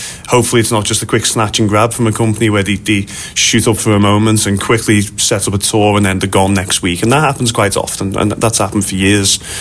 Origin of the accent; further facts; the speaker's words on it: Liverpool, North West England, United Kingdom; But for me, I'm a lad from Liverpool, County Road, raised, you know.